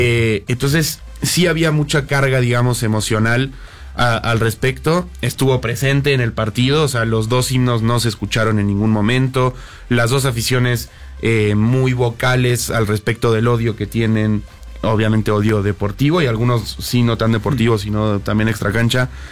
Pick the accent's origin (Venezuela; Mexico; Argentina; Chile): Argentina; Como argentino, es el primer partido que yo veo de mi selección